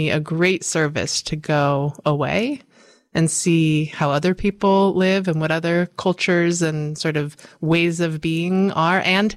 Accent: Escondido, California, United States; also born or lived in East Coast, United States; I'm from San Diego. I was born and raised here in Escondido and in Poway and had a lovely childhood. A lot of my family is still here. I spent about a decade, a little more, on the East Coast.

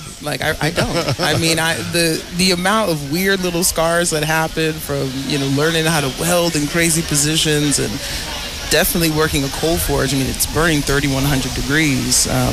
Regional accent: Boston, Massachusetts, United States; also born or lived in New York City; now in New Orleans, United States; I grew up in the greater Boston area. I lived in New York City for a while. And yeah, but once New Orleans calls you, it's hard to, you know, put that phone down.

